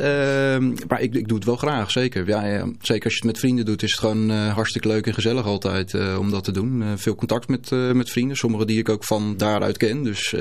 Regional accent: Nieuwerkerk aan den IJssel, South Holland, Netherlands; moved away as an adult; now in Gouda, Netherlands; Ik ben geboren in Gouda, maar mijn ouders zijn verhuisd na 1 jaar naar Nieuwekerk.

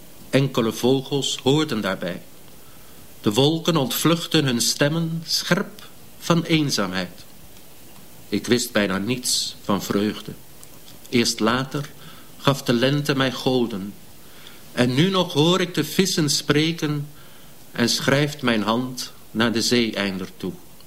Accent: The Hague, South Holland, Netherlands; also born or lived in Amsterdam; Namelijk toen ik in Scheveningen woonde. Ik ben in Amsterdam geboren, maar ik ben in Scheveningen opgegroeid.

